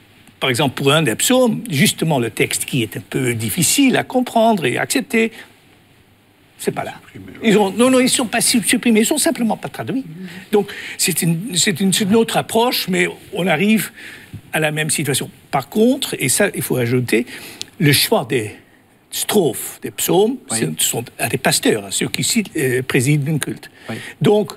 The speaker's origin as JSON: {"language": "French", "country": "Netherlands", "first_language": "Dutch", "second_language": "French", "said": "Il y a tout, oui, je suis néerlandais."}